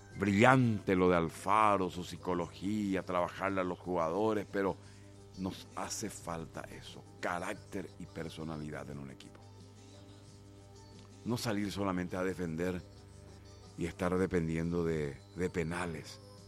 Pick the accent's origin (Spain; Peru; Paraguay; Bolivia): Paraguay